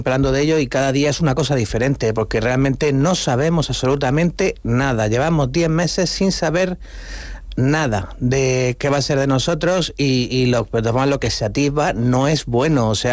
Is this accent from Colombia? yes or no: no; Cartagena, Region of Murcia, Spain; Soy de Cartagena, nací aquí, tuve toda la vida viviendo aquí.